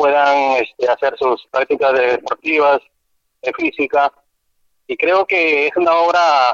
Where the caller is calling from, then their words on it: Lambayeque, Peru; de Caserío Los Vances.